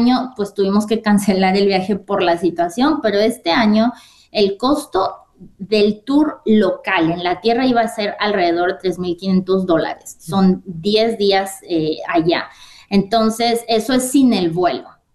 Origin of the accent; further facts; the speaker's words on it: Mexico; yo como mexicana